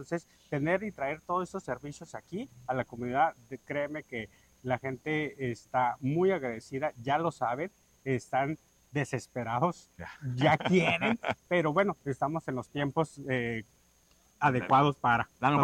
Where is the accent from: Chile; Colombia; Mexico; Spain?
Mexico; Baja California; born there; Sí, soy del Valle, del ejido Sonora.